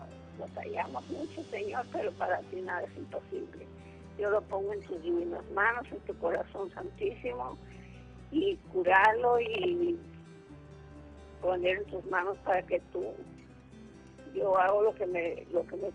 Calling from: Guasave, Sinaloa, Mexico; De Guasave, Sinaloa.

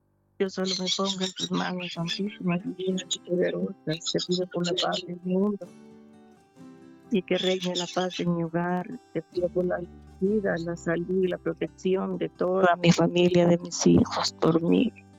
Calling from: Guatemala; Aquí hablo de Guatemala.

